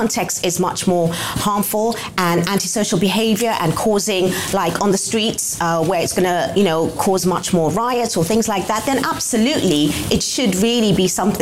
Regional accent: United Kingdom; I am still British and I'm still proud.

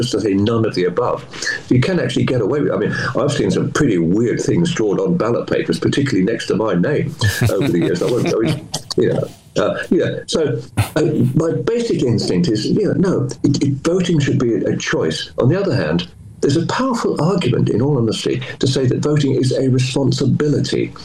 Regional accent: London, United Kingdom; I mean, I'm a Londoner, born and bred. I've been here all my life.

